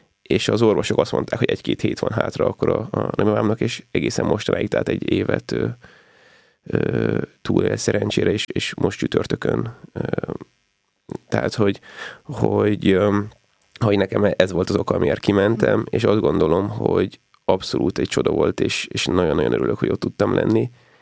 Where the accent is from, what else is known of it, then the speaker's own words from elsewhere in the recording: Hungary; magyarok vagyunk, én is magyar vagyok